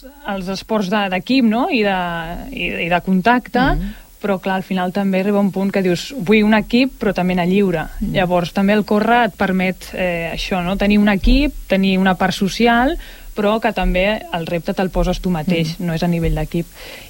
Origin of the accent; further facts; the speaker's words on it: Barcelona, Catalonia, Spain; moved away as an adult; now in Sant Boi de Llobregat, Spain; jo sóc de Barcelona de tota la vida